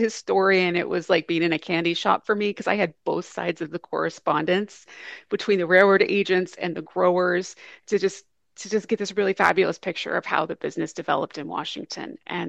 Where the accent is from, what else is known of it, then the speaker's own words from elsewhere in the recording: Saipan, Northern Mariana Islands; Well, I grew up in Saipan. My parents were missionaries